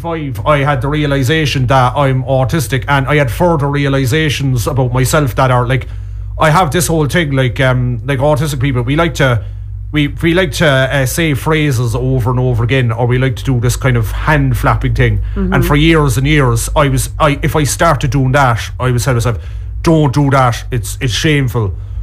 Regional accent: Cork, Munster, Ireland; I grew up in Cork

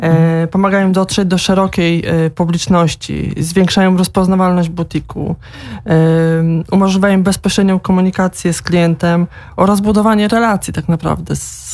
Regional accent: Łódź, Łódź Voivodeship, Poland; now in Cork, Ireland; pochodzę z Łodzi. Jak wiadomo, jest to zagłębie włókiennictwa i to właśnie tam znajdują się największe hurtownie odzieżowe.

